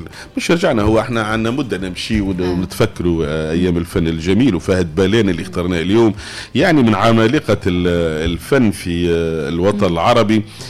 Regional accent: Tunisia

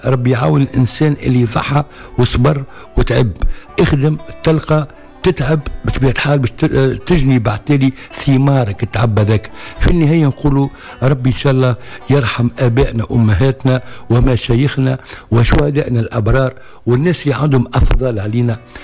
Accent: Tunisia

